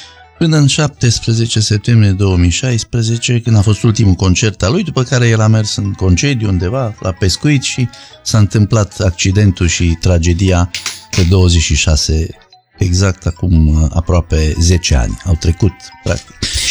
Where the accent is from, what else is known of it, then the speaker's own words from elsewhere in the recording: Arad, Arad County, Romania; iar eu sunt din Arad.